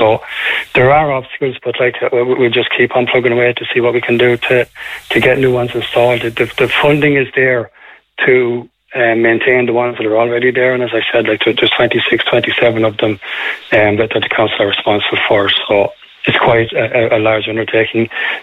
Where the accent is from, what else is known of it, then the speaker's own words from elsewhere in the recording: Curragh, Kildare, Ireland; I'm born and bred in the Curra, and I know the sheep are a part of the Curra, they're part of the history of the Curra